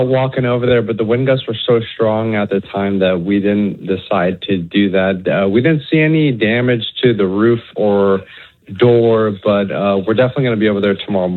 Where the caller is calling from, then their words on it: Milton, Florida, United States; And we're in Santa Rosa County near Milton.